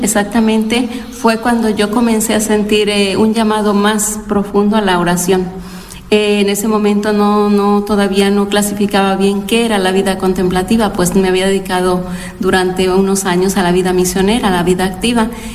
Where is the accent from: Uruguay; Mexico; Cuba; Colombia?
Mexico; moved away as an adult; now in Montijo, Spain